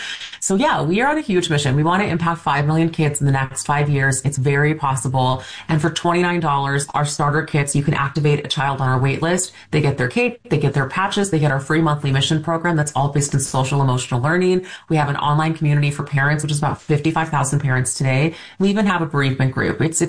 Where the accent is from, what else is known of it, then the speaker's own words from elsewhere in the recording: St. Louis, Missouri, United States; I'm from St. Louis. I love the Midwest.